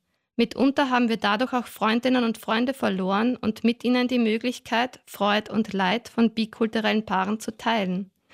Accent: Burgenland, Austria; moved away; also born or lived in Vienna; Nicht immer können andere Menschen beim Erstkontakt heraushören, dass ich Burgenländerin bin. Ich tue mir schwer, im Dialekt zu reden. Das hat auch damit zu tun, dass wir als Familie viele Jahre in Wien gelebt haben.

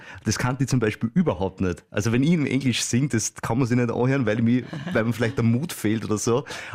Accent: Burgenland, Austria; accent: Burgenland dialect; deswegen geht das bei mir nur auf, also in meinem Dialekt, beziehungsweise im burgenländischen Dialekt, ja.

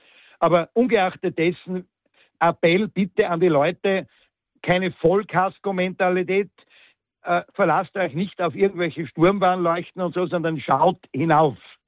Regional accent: Salzburg, Austria; now in Obertrum am See, Austria; Ich bin am Wallersee mehr oder weniger aufgewachsen mit Booten, Elektroboot, Segelboot. Wir waren als junge Leute nur am Wasser. Und dazumals, ich bin auch kein ganz junger Mensch mehr

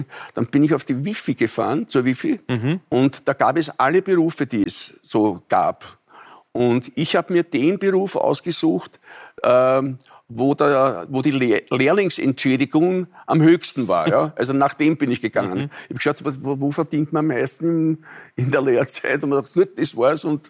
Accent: Vienna, Austria; also born or lived in Burgenland; Aber ich bin Wiener, ich bin in Wien aufgewachsen, ich war in Wien im Kindergarten, in Schulen und alles.

